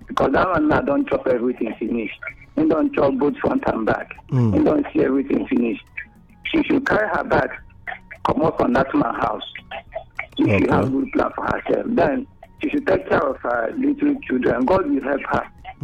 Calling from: Port Harcourt, Rivers, Nigeria; I'm calling from Port Harcourt.

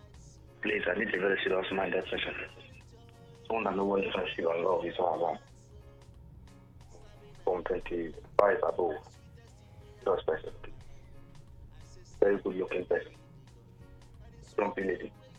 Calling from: Rivers, Nigeria; I'm from Rivers State. I'm 3 years old. And I'm 38 years old.

